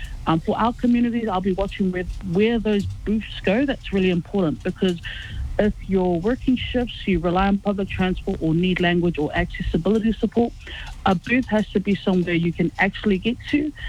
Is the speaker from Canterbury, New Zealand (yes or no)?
no; Auckland, New Zealand; I know we're both from Otara